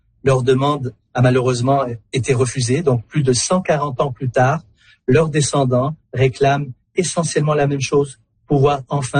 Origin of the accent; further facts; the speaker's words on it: Canada; malheureusement aussi chez nous, au Canada.